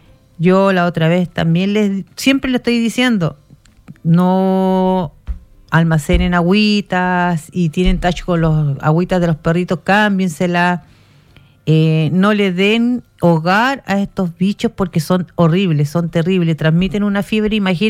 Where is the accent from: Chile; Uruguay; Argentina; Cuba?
Chile; somos chilenos.